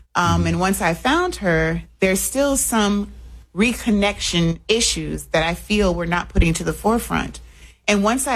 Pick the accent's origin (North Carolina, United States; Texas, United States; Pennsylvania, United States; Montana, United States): Texas, United States; Austin; born there; So I was adopted at birth. I was born in Austin, Texas.